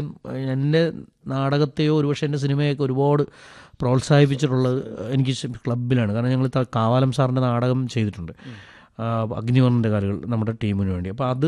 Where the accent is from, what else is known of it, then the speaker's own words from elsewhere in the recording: Kerala, India; പല പല വീടുകൾ, പല നാടുകളിൽ നിന്ന്, കേരളത്തിൻ്റെ വിവിധ സ്ഥലങ്ങളിൽ നിന്ന് വന്നു, പല ജാതി ആളുകൾ, പല മതങ്ങൾ